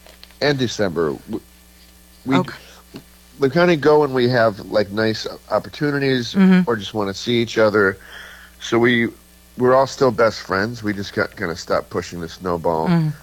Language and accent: English; Buffalo, New York, United States; now in Boston, United States; So I moved to Boston from Buffalo, New York. And so I lived in Boston for a couple of years.